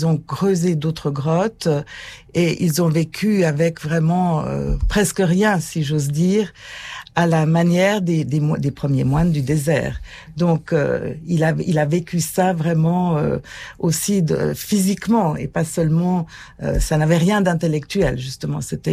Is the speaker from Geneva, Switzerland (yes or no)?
yes; Geneva, Switzerland; malgré mon nom très français et parisien, je suis d'origine genevoise et donc protestante, mais ma famille était à Genève depuis le début du XIVe siècle. Donc, nous étions catholiques avant de devenir protestants.